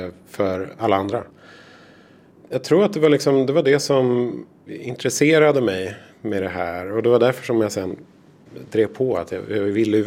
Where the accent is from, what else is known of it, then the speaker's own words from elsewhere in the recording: Sweden; moved away as an adult; jag var en kortfilmare från Sverige.